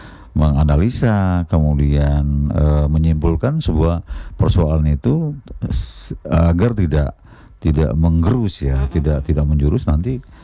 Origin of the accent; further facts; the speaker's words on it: Sumatra, Indonesia; Saya orang Sumatera, istri saya orang Sumatera. Kemudian kan anak-anak saya kan lahir dan besar di sini.